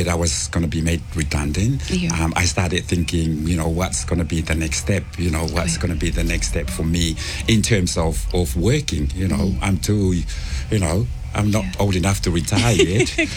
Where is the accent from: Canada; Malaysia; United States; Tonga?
Tonga; Ha'apai; moved away as an adult; now in New Zealand; So I grew up in Hapai, kalo. I went to Pangahihi for primary school back in 1979.